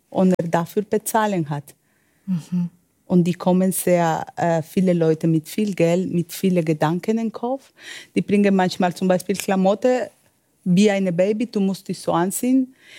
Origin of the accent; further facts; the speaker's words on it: Medellín, Antioquia, Colombia; German is a second language; Ich komme aus Medellin. In den 90er war bei uns so viel mit dem Kartell, mit den Drogen.